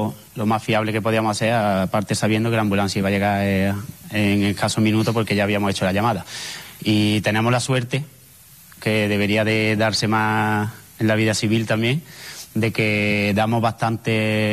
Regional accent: Hornachuelos, Andalusia, Spain; moved away as an adult; now in Ceuta, Spain; yo soy de Córdoba, de un pueblo de Córdoba, de Hornachuelo.

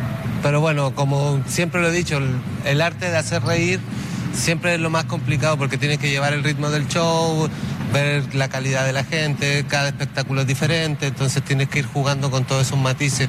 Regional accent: Chile; moved away as an adult; nosotros somos de Chile, ya este... Es nuestro tercer año ya por acá, por Europa.

